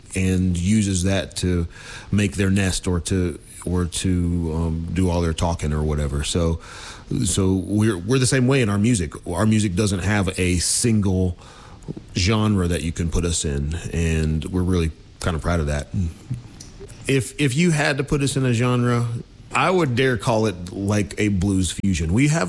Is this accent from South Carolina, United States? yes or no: no; Stewartsville, Virginia, United States; Yeah, I grew up in Bedford County, Stewartsville.